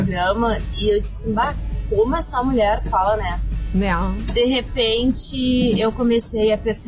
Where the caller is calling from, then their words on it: Rio Grande do Sul, Brazil